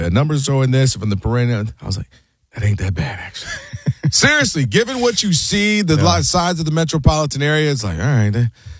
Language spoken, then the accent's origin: English; Midwest, United States; I'm from Midwest.